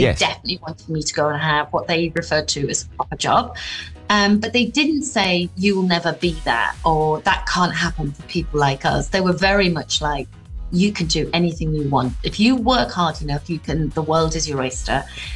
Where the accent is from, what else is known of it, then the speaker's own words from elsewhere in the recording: Teesside, North East England, United Kingdom; So, you know, I am a Teessider.